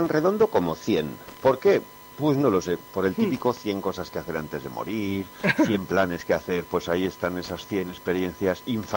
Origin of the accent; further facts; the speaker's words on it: Aragon, Spain; ya había viajado por Aragón, ya me gustaba mi tierra